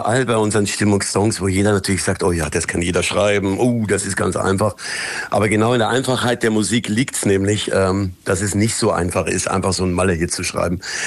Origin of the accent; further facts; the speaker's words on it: Krems an der Donau, Lower Austria, Austria; moved away as an adult; now in Mallorca, Spain; Niederösterreich, die Wachau, mit so viel Glück dort geboren zu sein, ist natürlich das Erste. Dann hatte ich natürlich durch meine Eltern eine wunderschöne Jugend, großartige Zeit, vor allem in Niederösterreich.